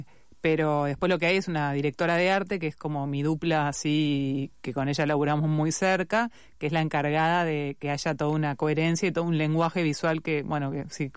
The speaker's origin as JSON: {"language": "Spanish", "country": "Uruguay", "moved": "yes", "lives_now": "Argentina", "said": "yo soy uruguaya, viviendo en Argentina"}